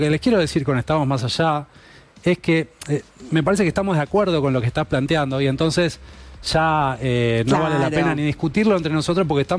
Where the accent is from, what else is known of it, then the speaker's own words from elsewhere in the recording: Buenos Aires, Argentina; Pasé mi infancia, mi adolescencia en Flores.